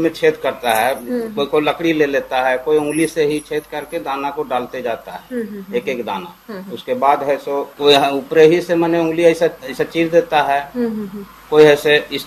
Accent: Hazaribagh district, Jharkhand, India; गांव आमनारी के।

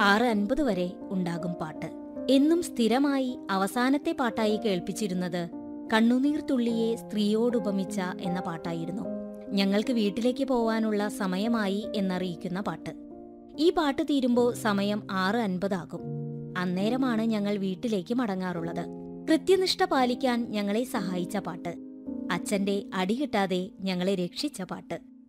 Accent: Peruvemba, Kerala, India; പാലക്കാട് ജില്ലയിൽ വാദ്യോപകരണ നിർമ്മാണത്തിന് പേരുകേട്ട പെരുവെമ്പ് എന്ന ഗ്രാമത്തിലെ സമ്പന്നമായ എന്റെ കുട്ടിക്കാലം

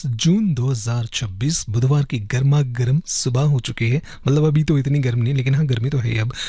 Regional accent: Delhi, India; अब भाई हम दिल्ली वाले हैं, तेज गर्मी में भी हम लोग सुबह चाय पीकर ही जो है हमारी आंख खुलती है

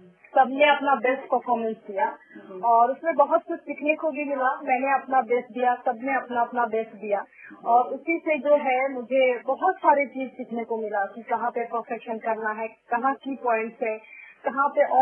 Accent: Jharkhand, India; Actually मैं झारखंड के ही, basically मैं झारखंड से बिलोंग करती हूँ।

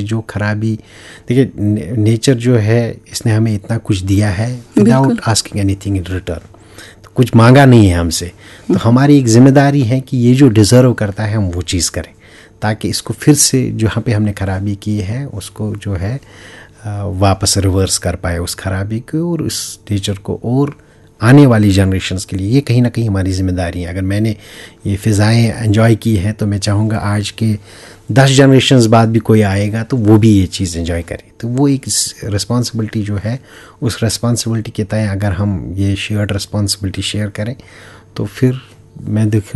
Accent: Bandipora district, Jammu and Kashmir, India; born there; moved away as an adult; now in Srinagar, India; आज कुपवाड़ा में बहसे थी डीएफओ काम कर रहा हूँ तो कुपवाड़ा में रुकना पड़ रहा है, बट जो मेरी पैदाइश है वो डिस्ट्रिक्ट भांडीपोरा से ही है।

